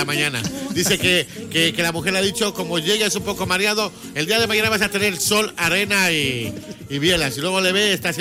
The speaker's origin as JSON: {"language": "Spanish", "country": "Ecuador", "said": "No solamente somos ecuatorianos"}